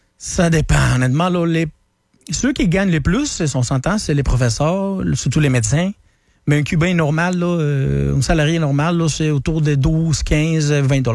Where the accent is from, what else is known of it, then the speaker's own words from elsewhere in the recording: Cuba; moved away as an adult; J'ai quitté Cuba en 2014. À peu près 30 ans, là. 30, 31 ans, là, j'ai vécu là-bas.